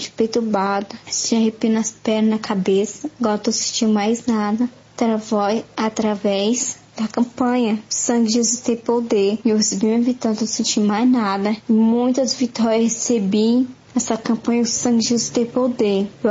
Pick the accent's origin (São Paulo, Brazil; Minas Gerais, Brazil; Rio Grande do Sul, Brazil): São Paulo, Brazil; Francisco Morato; sou de Francisco Murato.